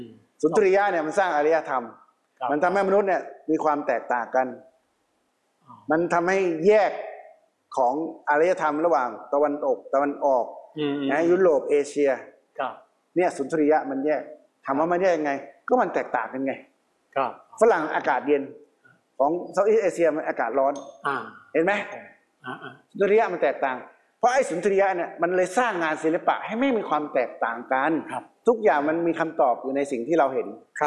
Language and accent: Thai; Wiang Sa, Nan, Thailand; ก็พี่เป็นคนจังหวัดน่านเกิดที่อำเภอสาปัจจุบันเป็นเวียงสาบ้านพี่เนี่ยอยู่ระหว่างวัดสองวัดคือวัดกลางเวียงกับวัดบุญยืน